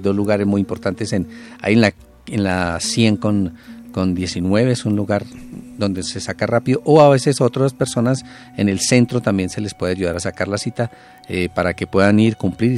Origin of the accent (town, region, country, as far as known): Colombia